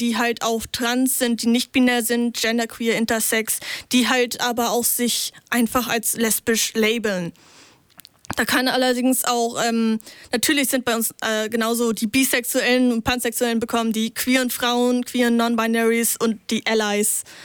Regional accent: Lower Saxony, Germany; Ich komme eher aus der Richtung von Stade. Stade, Buxtehude, mehr so die Ecke.

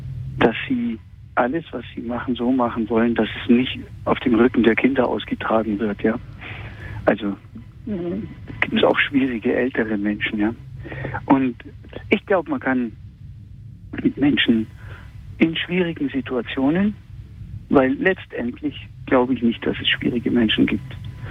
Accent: Augsburg, Bavaria, Germany; also born or lived in Hamburg; weil ich war als Augsburger 5 Jahre auch in der Nähe von Hamburg und da lernt man nicht Schafkopf, sondern Skat

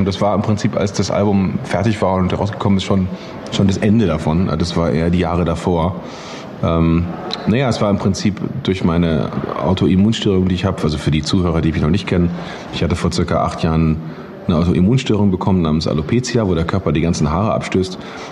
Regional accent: Nuremberg, Bavaria, Germany; Ferdinand Schwarz ist ein junger Keyboarder, der ist aus Nürnberg, aus meiner Heimat auch

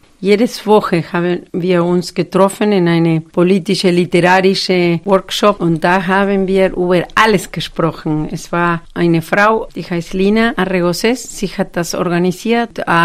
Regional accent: Argentina; German is a second language; weil ich komme aus Argentinien, aber wusste ich viele Sachen, zum Beispiel über Mexiko, über Kolumbien, über Brasilien.

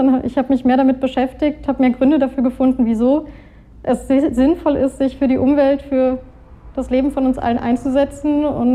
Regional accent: Berlin, Germany; Man muss dazu sagen, ich bin in Berlin aufgewachsen.

